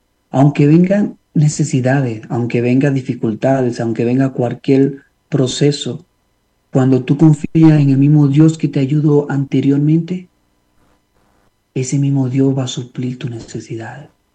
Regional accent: Venezuela; Yo soy venezolano y viví la parte económica muy difícil.

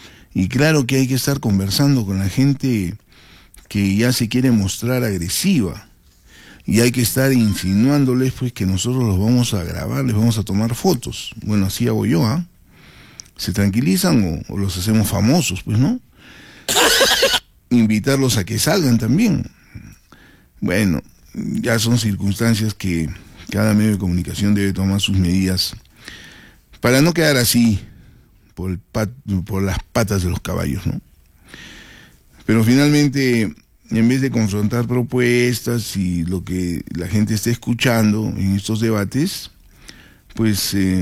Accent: Arequipa, Peru; nosotros también somos ciudadanos arequipeños

